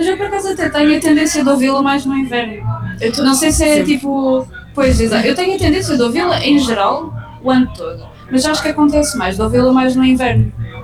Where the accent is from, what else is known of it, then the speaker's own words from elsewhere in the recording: France; e eu sou francês.